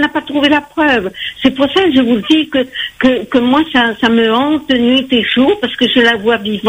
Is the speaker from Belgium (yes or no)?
no; Saint-Paul, Réunion; à Saint-Paul, moi j'habite Saint-Paul, mais moi je suis née dans les Hauts-de-Saint-Paul, je suis née à 5 heures.